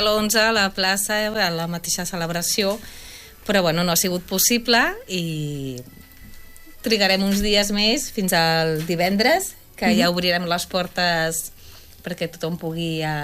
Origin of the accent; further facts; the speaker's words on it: France; now in Catalonia, Spain; jo sóc francesa